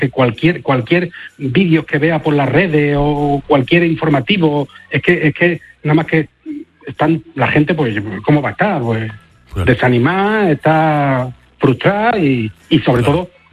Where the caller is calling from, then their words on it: Melilla, Spain; yo soy de Melilla, ¿eh?